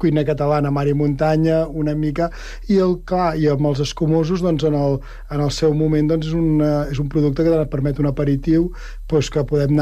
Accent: Catalonia, Spain; nosaltres som del Penedès i el Penedès és terra de bombolles

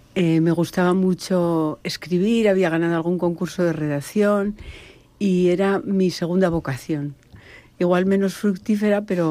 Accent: Aragon, Spain; now in Sant Cugat, Spain; yo soy una aragonesa afincada en Sant Cugat desde hace 35 años

